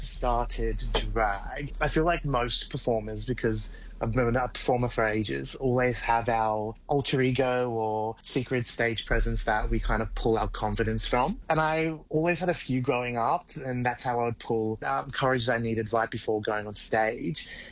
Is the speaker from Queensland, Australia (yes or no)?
yes; Bundaberg, Queensland, Australia; now in Brisbane, Australia; I also go by the name … I'm a drag queen here in Nyeongchun, Brisbane, but I'm originally from Bundaberg.